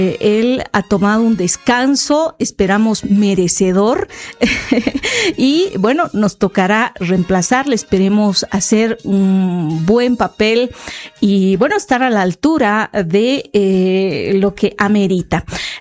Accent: Bolivia; qué estamos haciendo como bolivianas, como bolivianos

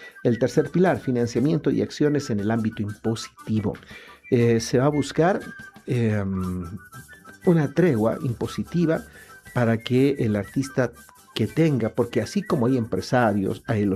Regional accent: Bolivia; nos tiene que alarmar, no solamente como bolivianos o querendones del arte y de la cultura, sino como bolivianos en general

